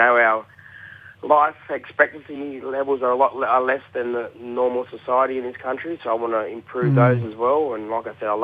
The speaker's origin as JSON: {"language": "English", "town": "Sydney", "region": "New South Wales", "country": "Australia", "tie": "born or raised there", "said": "I'm born and bred on Gadigal country, Bidjigal country here in Sydney, and this is where I live."}